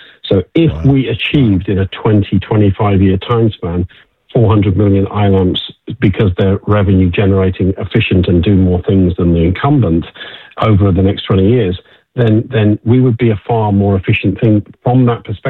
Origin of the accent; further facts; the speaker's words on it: United Kingdom; And, you know, I'm a Brit, but I still want America to win on in this race.